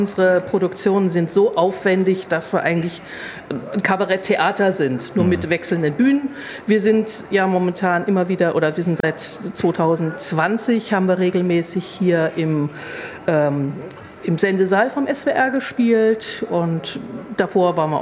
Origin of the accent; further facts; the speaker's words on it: Mannheim, Baden-Württemberg, Germany; moved away as an adult; now in Kaiserslautern, Germany; Ich komme ja ursprünglich aus Mannheim, bin jetzt seit bald 18 Jahren hier in Kaiserslautern